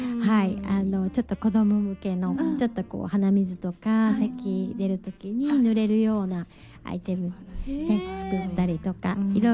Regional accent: Aichi, Japan; あれ西山東山私愛知県出身

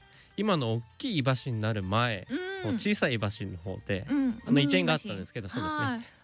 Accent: Ushiku, Ibaraki, Japan; 生まれも育ちも牛久っ子なので。

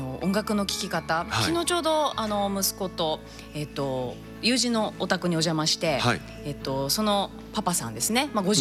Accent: Akita, Japan

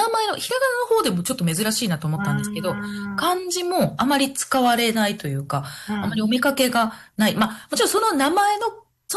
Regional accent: Ehime, Japan; accent: Iyo dialect; 私、愛媛県なんですけど、出身が。で、その、伊予弁で、ややこいって言われたんですよ。

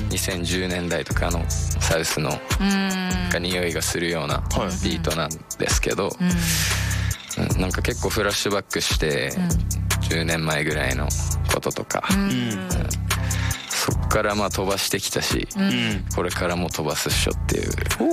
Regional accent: Akita, Japan; 自分の地元秋田市の津崎ってところなんですけど、そこはちょっとだんだんこう一つにまとまってきてて

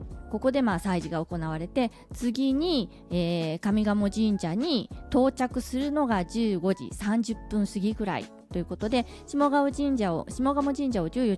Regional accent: Kyoto, Japan; もうずっと生まれてから京都に住んでいるのに毎年なんか忘れちゃうんですよね。

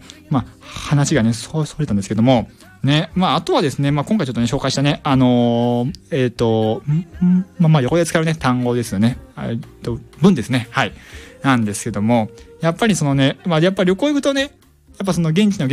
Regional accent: Kansai, Japan; 僕はね、出身が、まあ、ね、まあ、関西地域なんですけども、

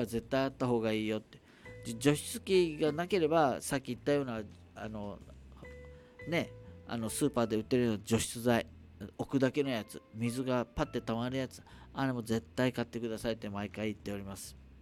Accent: Nago, Okinawa, Japan; moved away as an adult; also born or lived in Tokyo; 僕生まれも育ちも名護中ね、名護生まれ名護育ちの、もう名護 で生まれ育ってね、こう体が全部名護魂になってるものですが、高校卒業して東京行って関東で生活した時に

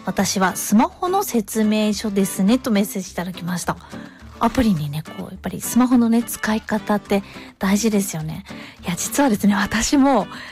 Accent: Sendai, Miyagi, Japan; 私の地元の話なんですけど、すいません、地元ね、仙台

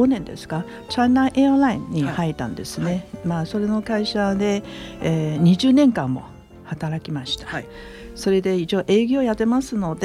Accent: Taiwan; Japanese is a second language; moved away as an adult; now in Japan; 台湾の出身なんですけど、大学卒業したら日本に参りました。もう早いんですね、47年も日本にいました。

